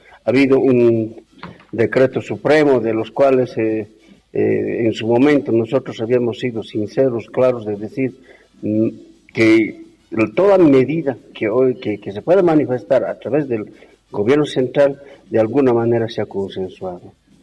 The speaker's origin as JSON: {"language": "Spanish", "country": "Bolivia", "said": "como bolivianos, nosotros nos sentimos nuevamente afectados."}